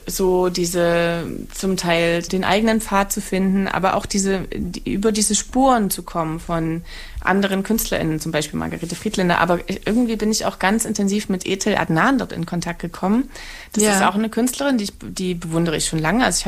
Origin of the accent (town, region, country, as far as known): Saxony, Germany